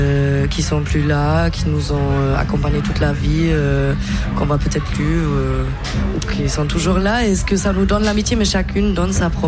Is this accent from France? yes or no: no; Germany; first language German; French is a second language; moved away; Je suis allemande, en fait.